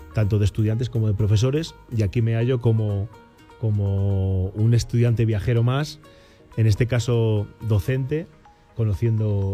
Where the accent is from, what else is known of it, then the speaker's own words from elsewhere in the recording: Spain; pues yo vengo de España, de un país muy pequeñito que está allí en otro lado del Atlántico.